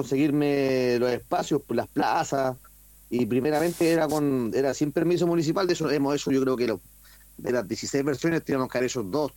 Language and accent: Spanish; Concepción, Biobío, Chile; yo soy de Barrio Norte, toda mi vida he vivido en Barrio Norte. Obviamente igual he tenido momentos en que me he cambiado de lugares por trabajo o por salir de la ciudad, pero siempre me he mantenido aquí en el barrio